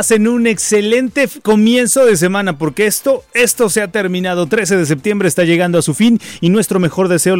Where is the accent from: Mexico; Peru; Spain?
Mexico